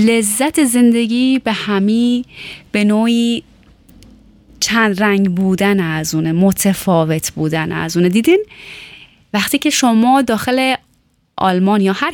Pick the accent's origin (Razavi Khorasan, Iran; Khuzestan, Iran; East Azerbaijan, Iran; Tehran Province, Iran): Tehran Province, Iran; Tehran; چون همیشه گفتم متولد ایران هستم، خود در کوچه پس کوچه های تهران میدیدم و سرگرم بازی و شیطنت و راه مدرسه، دوست دوران مدرسه،